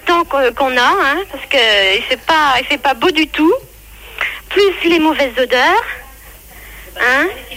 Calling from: Concarneau, Brittany, France

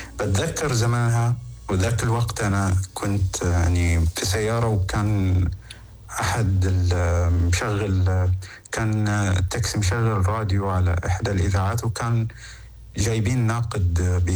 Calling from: Saudi Arabia; أنا من السعودية.

